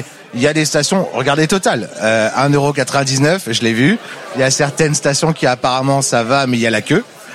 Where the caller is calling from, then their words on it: Metz, Grand Est, France; on vient de Metz.